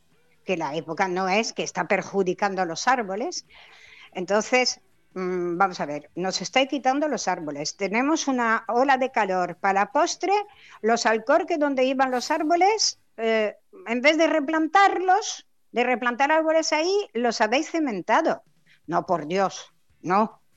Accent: Palma, Balearic Islands, Spain; Somos de Songoleu, somos de Pere Grau.

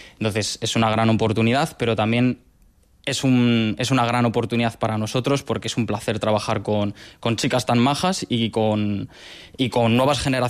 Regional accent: Madrid, Community of Madrid, Spain; now in Balearic Islands, Spain; yo hice biología en Madrid, soy madrileño

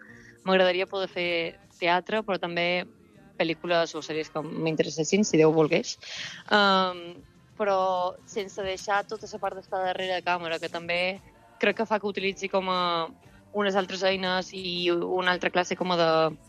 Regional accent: Palma, Balearic Islands, Spain; moved away as an adult; now in London, United Kingdom; Jo sóc de Palma, sóc de Santa Catalina.

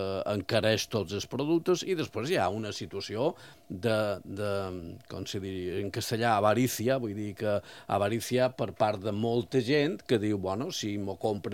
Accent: Balearic Islands, Spain; Jo som d'Escapans, que Mallorca, per situar Mallorca i les illes en general, s'està convertint en un destí, en un territori de rics

